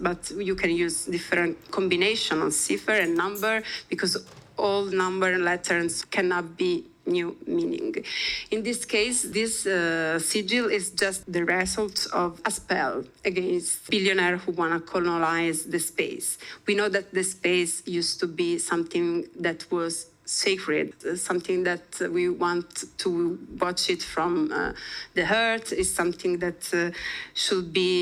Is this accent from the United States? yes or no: no; Italy; English is a second language; moved away; I come from Italy.